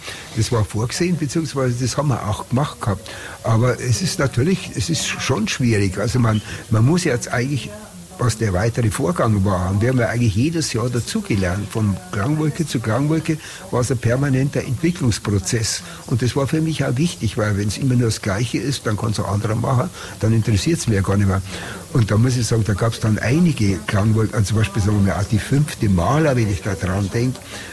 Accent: Munich, Bavaria, Germany; in meiner Heimatstadt München

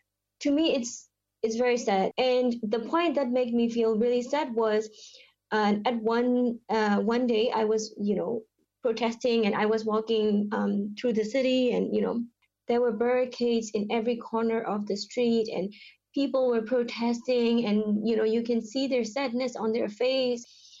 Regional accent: Myanmar; English is a second language; I am from Myanmar.

